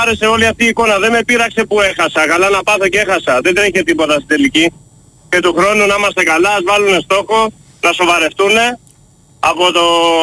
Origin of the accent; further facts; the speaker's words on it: Greece; κονομάνε δισεκατομμύρια το χρόνο στη χώρα μου, στην πατρίδα μου, από την τσέπη τη δικιά μου και όλων μας.